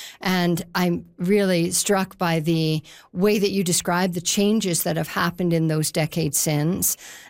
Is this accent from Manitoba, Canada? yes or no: no; Regina, Saskatchewan, Canada; I was a kid growing up in Regina